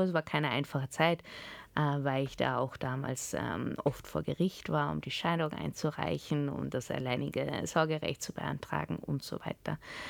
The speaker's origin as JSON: {"language": "German", "country": "Austria", "tie": "born or raised there", "also_born_or_lived": "London / Australia", "moved": "as an adult", "said": "Ich bin in Österreich geboren, ich habe in Österreich maturiert. Jetzt bin ich wieder in Österreich seit 16 Jahren, also ich bin schon viel mehr Österreicherin als Holländerin."}